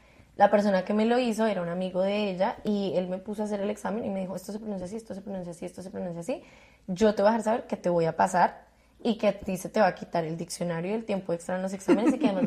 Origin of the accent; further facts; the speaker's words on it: Colombia; Porque yo venía con un promedio muy bueno de Colombia.